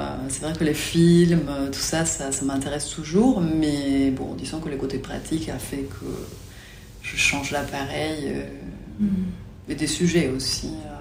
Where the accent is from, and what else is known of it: Ensenada, Baja California, Mexico; born or raised there; French is a second language; also born or lived in Mexico City